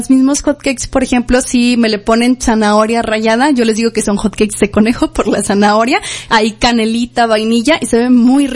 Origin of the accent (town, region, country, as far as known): Mexico